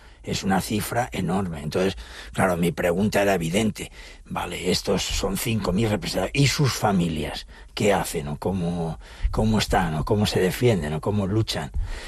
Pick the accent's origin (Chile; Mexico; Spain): Spain; now in Menorca, Spain; el viaje que había hecho yo desde la Castilla Profunda hasta Menorca